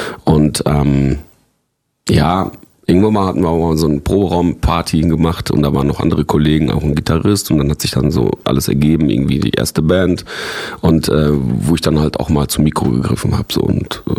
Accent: Recklinghausen, North Rhine-Westphalia, Germany; beim Kinderjugendparlament in Recklinghausen, also in meiner Heimatstadt, wo ich jetzt zu der Zeit weiterhin, also wo ich halt immer noch lebe

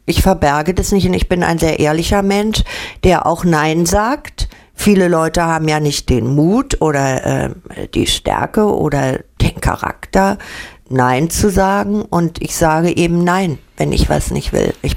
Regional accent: Berlin, Germany; der Sprachapparat und dann noch als Berlinerin, also und die Lispelei

